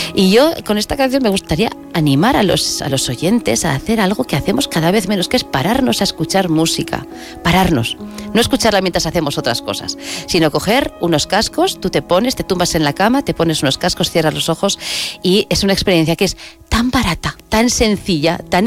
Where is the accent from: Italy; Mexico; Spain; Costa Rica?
Spain; Barbastro, Aragon; los de Barbastro cundimos mucho